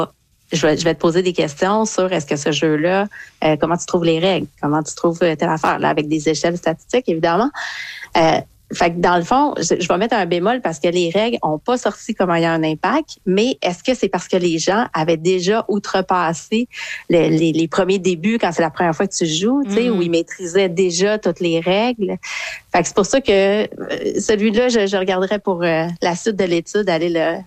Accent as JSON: {"language": "French", "region": "Quebec", "country": "Canada", "said": "Je viens du Saguenay. J'adore aller m'isoler dans le bois."}